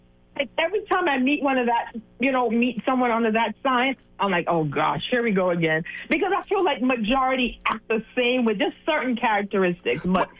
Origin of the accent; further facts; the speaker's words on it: Garfield, Jamaica; I am from Jamaica.